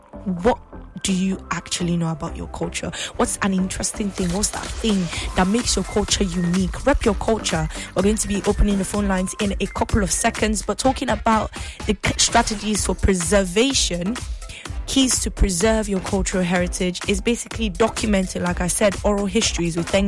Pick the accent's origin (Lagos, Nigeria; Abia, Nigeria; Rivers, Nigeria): Rivers, Nigeria; Ndoni; I'm from Oba Igbema Ndoni. That's Onelga in Port Harcourt, River State. No, not in Port Harcourt, but in River State. So I ask them, I'm not saying that I'm fluent in my language, but it's something that I have decided to learn intentionally